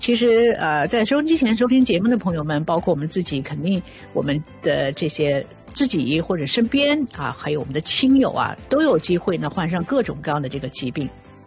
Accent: Chengdu, Sichuan, China; moved away; 作为成都人哈，思乡了

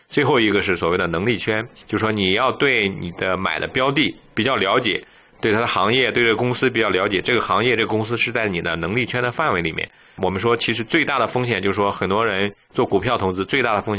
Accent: Canada; 这个 CPP 我们都知道啊，是我们加拿大人的这个养老金。

